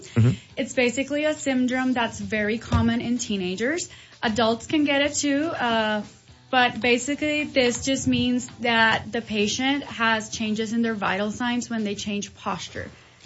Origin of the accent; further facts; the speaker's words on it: San Juan, Puerto Rico; I'm from San Juan, Puerto Rico. So being around a Latin community was something that I really wanted to do. It makes me feel like I'm closer to home.